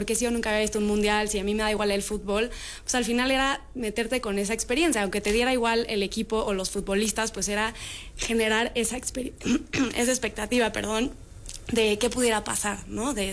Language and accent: Spanish; Mexico; O sea, al final fue algo que nos unió, igual como mexicanos, y el compartir esa meta en común